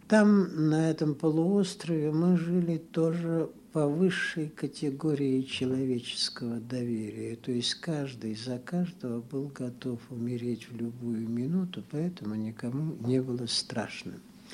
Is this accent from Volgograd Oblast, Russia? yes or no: no; Ivanovo Oblast, Russia; moved away as an adult; also born or lived in Leningrad; now in Saint Petersburg, Russia; Я сам по рождению, это ведь не ленинградец. Я родился в Ивановской области, в 18 километрах от этого текстильного города, в деревне Клевнево, маленькой деревушке 6 домов. На речке Молохте, тоже очень маленькой, но студеной, никогда не замерзающей.